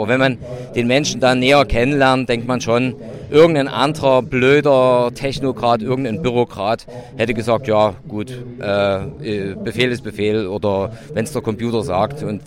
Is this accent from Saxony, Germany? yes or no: yes; Dresden, Saxony, Germany; ich komme aus Dresden.